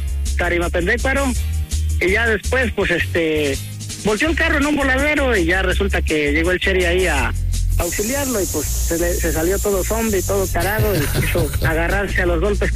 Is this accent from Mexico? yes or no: yes; Orizaba, Veracruz, Mexico; moved away as an adult; now in Oregon, United States; De allá, de Veracruz, México.